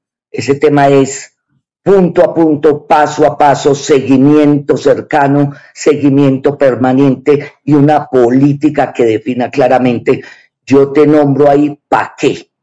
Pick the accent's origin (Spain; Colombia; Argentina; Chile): Colombia; Antioquia; Lo primero, yo no soy paisa. Quiero dejarlo claro. Yo soy antioqueña.